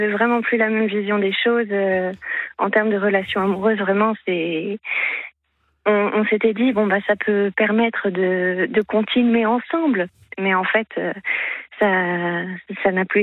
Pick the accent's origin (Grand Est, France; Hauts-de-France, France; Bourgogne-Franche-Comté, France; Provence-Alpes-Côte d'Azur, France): Hauts-de-France, France; Lille; je lui ai répondu que je venais de Lille et que j'étais venue en Blablacar.